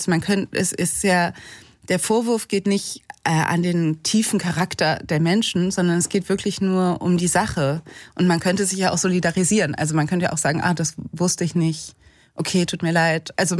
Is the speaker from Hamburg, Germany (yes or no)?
no; Cologne, North Rhine-Westphalia, Germany; ich bin Kölnerin